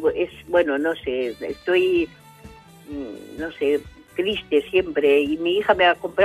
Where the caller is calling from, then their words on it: Castellgalí, Catalonia, Spain; de Castellgalí.